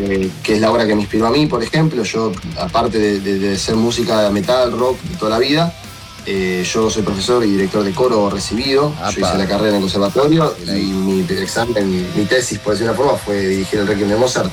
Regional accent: Argentina; somos argentinos.

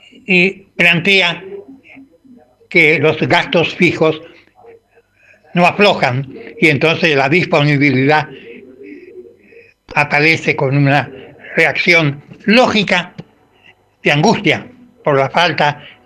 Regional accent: Santa Fe, Argentina; mi provincia natal, Santa Fe

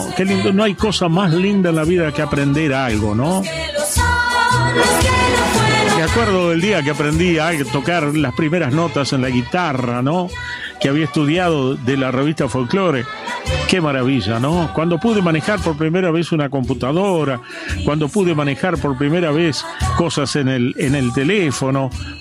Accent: Argentina; así somos los argentinos

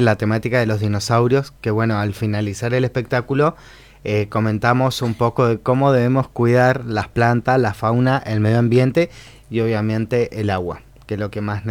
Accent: Mendoza, Argentina; born there; moved away as an adult; tengo 33, cumplí en febrero. Me quedan 2 años. Y sí, yo soy nacido en Mendoza, tengo mi familia viviendo en Godoy Cruz.

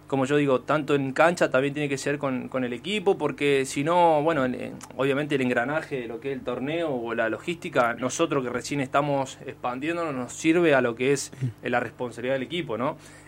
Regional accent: General Roca, Río Negro, Argentina; Yo soy de Roca.

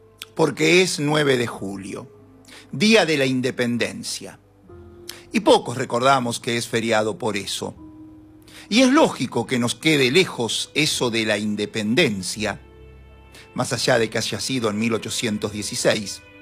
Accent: Argentina; le mostramos al mundo que somos argentinos

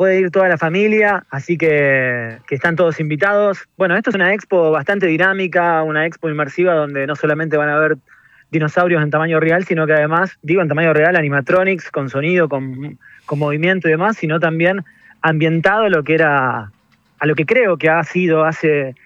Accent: Rosario, Santa Fe, Argentina; moved away as an adult; now in San Lorenzo, Argentina; Yo soy de Rosario, viví toda mi vida en Rosario, pero estoy viviendo ahora en la ciudad de San Lorenzo, la histórica ciudad de San Lorenzo, que está a 150 kilómetros de Paraná, claro, y a 30 de Rosario.

